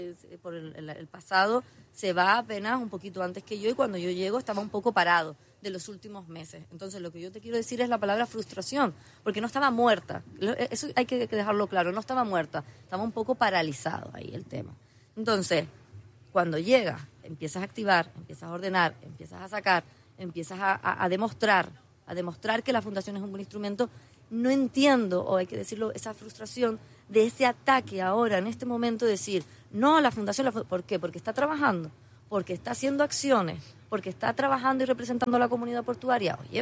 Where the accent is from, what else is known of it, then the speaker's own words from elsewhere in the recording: Canary Islands, Spain; Somos canarios, somos isleños.